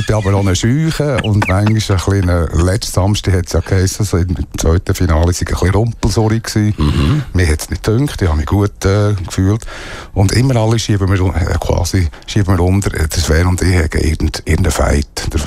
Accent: Thun, Bern, Switzerland; born or raised there; also born or lived in Ticino

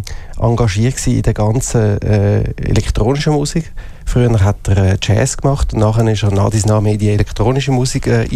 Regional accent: Zurich, Switzerland; Ich bin Zürcher, bin in Zürich aufgewachsen und dann in früheren Jahren ins Zürich Oberland gezogen.

